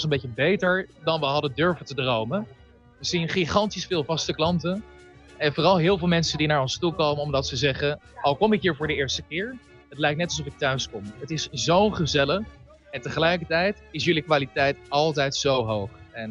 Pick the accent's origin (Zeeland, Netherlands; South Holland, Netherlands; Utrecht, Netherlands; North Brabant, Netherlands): South Holland, Netherlands; Rotterdam; moved away; Ja, ik zelf kom oorspronkelijk uit Rotterdam.